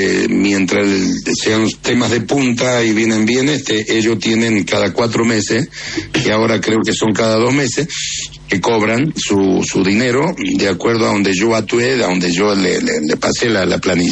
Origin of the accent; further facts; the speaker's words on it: Chaco, Argentina; born there; moved away; vengo del Chaco, vos sabés que yo armé una cancha de fútbol allá donde yo nací, donde era el cerco de mi mamá